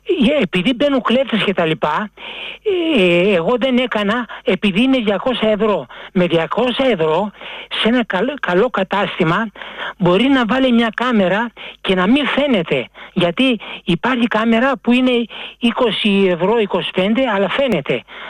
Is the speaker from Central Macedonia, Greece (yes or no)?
no; Glyfada, Attica, Greece; από τη Γλυφάδα.